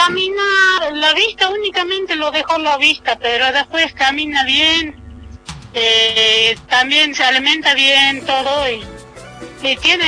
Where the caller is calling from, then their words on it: Jujuy, Argentina; nosotros lo venimos a ver de Jujuy, somos de allá, de Jujuy, vivimos allá